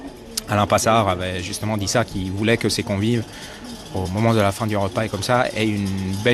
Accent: Switzerland; now in France; Je suis un étudiant à l'école Ducasse et je viens de Suisse.

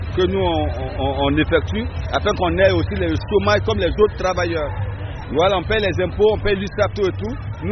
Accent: Italy; J'ai une carte italienne, moi je suis italien moi.

